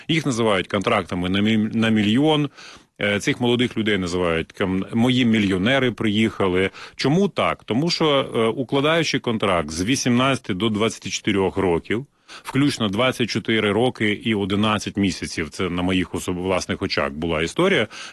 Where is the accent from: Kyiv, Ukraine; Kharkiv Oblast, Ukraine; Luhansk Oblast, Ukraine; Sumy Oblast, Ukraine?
Luhansk Oblast, Ukraine; я згадую своє дитинство, тому що я народився і виріс на Донбасі, на Луганщині, і поруч зі мною завжди були або шахтарі, або металурги.